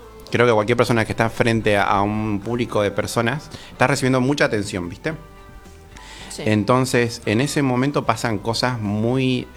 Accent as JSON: {"language": "Spanish", "region": "Catamarca", "country": "Argentina", "moved": "as an adult", "said": "yo soy de Catamarca, sí. Buitre guitarrista también, ambos dos somos catamarqueños. Y acá estamos hace 9 años, ponele."}